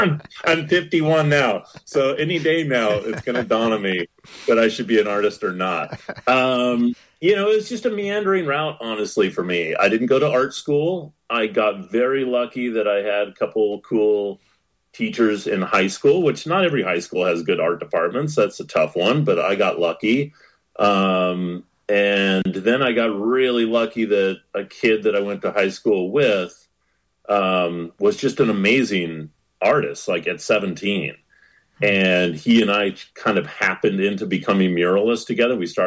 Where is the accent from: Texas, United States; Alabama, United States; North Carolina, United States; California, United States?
California, United States; growing up on the West Coast